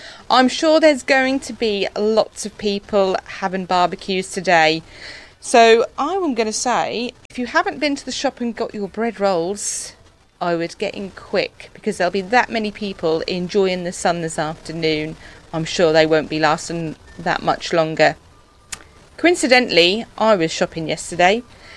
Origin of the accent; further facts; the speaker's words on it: England, United Kingdom; We are very English, aren't we?